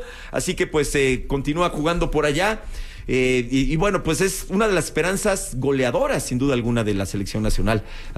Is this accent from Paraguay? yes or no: no; Mexico; Sí, pero me siento mexicano. No, o sea, bueno, yo nací aquí.